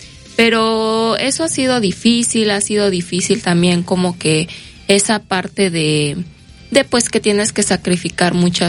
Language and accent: Spanish; Veracruz, Mexico; soy de Veracruz